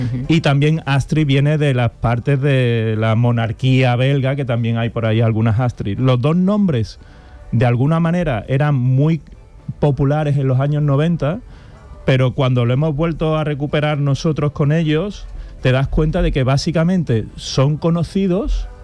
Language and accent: Spanish; Spain; Porque yo he vuelto a mi tierra, mi familia está aquí, está en España, mi acento yo nunca lo he perdido